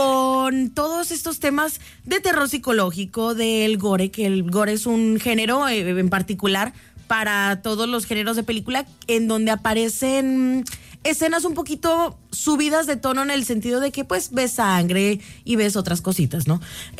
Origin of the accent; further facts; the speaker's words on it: Mexico; nosotros como mexicanos tenemos muy buenas películas de terror